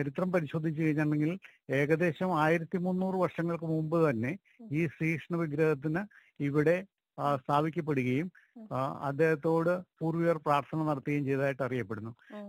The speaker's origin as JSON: {"language": "Malayalam", "region": "Kerala", "country": "India", "tie": "born there", "said": "എന്റെ ജന്മസ്ഥലം പെരുമ്പിള്ളിയാണ്."}